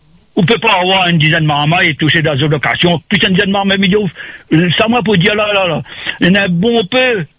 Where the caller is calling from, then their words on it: Saint-Louis, Réunion; je vous appelle de Saint-Louis